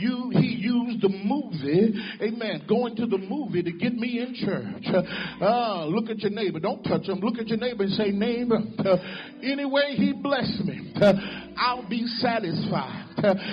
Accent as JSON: {"language": "English", "town": "Brooklyn", "region": "Illinois", "country": "United States", "tie": "born or raised there", "said": "I grew up in East St. Louis, or St. Louis, Missouri, a little town called Brooklyn, Illinois. It's the first all-black incorporated village in the whole wide world."}